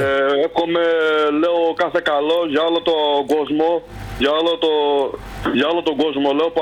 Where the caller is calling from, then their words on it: Kalamaria, Central Macedonia, Greece; από Καλαμαριά.